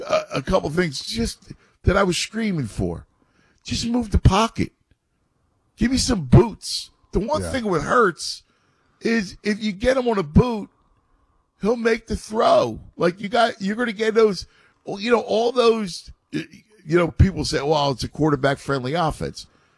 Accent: Philadelphia, Pennsylvania, United States; I mean, you know, obviously I'm from Philadelphia

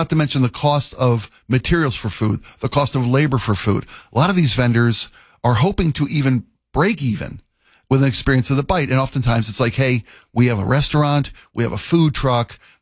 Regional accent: Baltimore, Maryland, United States; moved away as an adult; now in Seattle, United States; And I remember I'd never seen anything like that in my hometown of Baltimore.

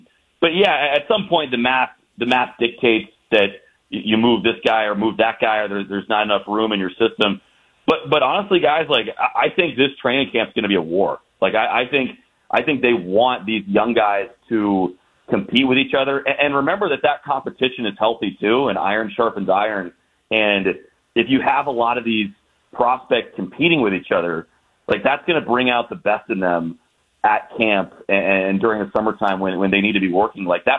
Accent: Indiana, United States; now in Utah, United States; I think he lives in Westfield, Indiana, which is, like, 15 minutes from my hometown, like, right across the White River.

